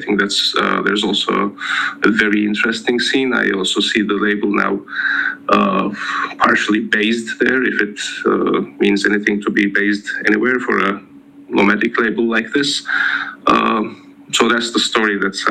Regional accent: Ankara, Turkey; also born or lived in Belgrade, Serbia / Switzerland; now in Budapest, Hungary; And I'm from Ankara, Turkey

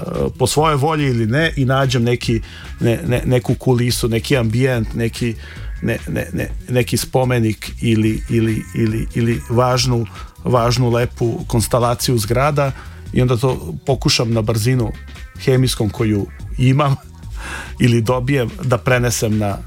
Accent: Ljubljana, Central Slovenia, Slovenia; Ja sam živeo u više delova Ljubljane, ja sam dete iz tada istočnog pregrađa Moste, ja sam iz Most, ali kasnije sam živio u centru i sada živim na Kolezi.

